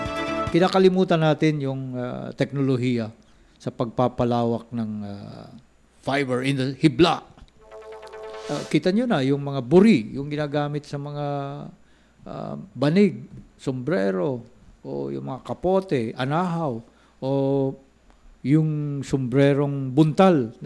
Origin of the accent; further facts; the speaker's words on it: Davao Region, Philippines; mabuti na lang doon sa amin sa lugar namin sa Davao